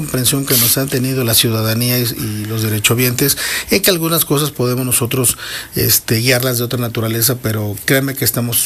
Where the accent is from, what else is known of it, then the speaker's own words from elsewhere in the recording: Mexico; como buenos mexicanos somos, y me incluyo también